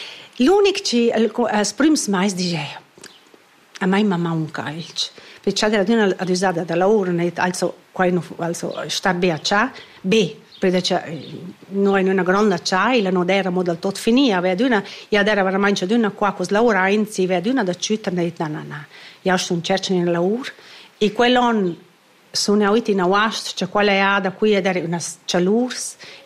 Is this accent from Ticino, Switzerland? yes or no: no; Müstair, Graubünden, Switzerland; sono io ora sono da Mistair e non da nulla altro.